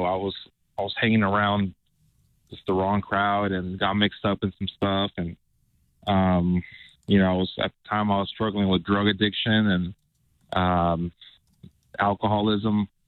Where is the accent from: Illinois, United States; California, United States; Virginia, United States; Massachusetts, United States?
California, United States; moved away as an adult; also born or lived in Mississippi; now in Morgan Hill, United States; I had to leave my hometown. I left my hometown. I moved three states away I moved from California to Mississippi, you know, just trying to be safe. And I was in Mississippi for a couple of years